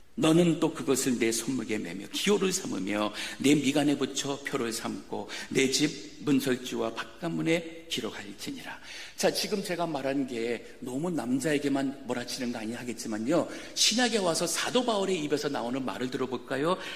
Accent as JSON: {"language": "Korean", "country": "South Korea"}